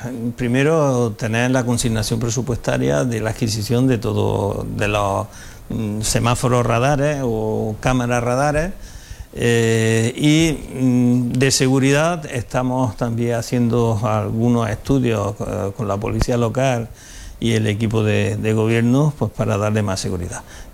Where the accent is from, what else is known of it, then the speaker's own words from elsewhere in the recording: Úbeda, Andalusia, Spain; Yo soy del barrio del Ejido, el del Lejío.